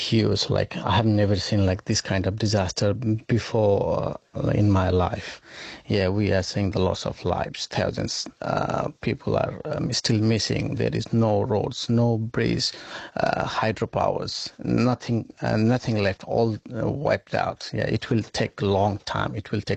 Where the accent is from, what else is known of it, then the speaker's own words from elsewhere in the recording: Nepal; now in Darwin, Australia; And yeah, I grew up in Nepal. I have a family there. Seeing this happen to our homeland is really heartbreaking.